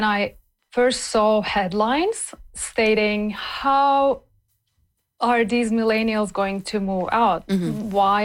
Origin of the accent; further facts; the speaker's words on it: Turkey; now in Canada; Because I'm from Turkey and my brother lives at home. And if I was still living in Turkey, I would most likely be living at home too.